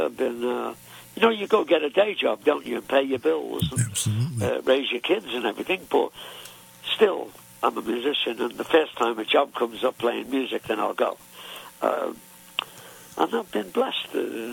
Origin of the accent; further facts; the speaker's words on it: Liverpool, North West England, United Kingdom; I grew up in Liverpool